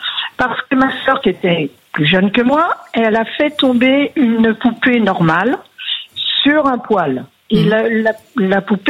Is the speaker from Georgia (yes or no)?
no; Brittany, France; puisque moi je suis de Bretagne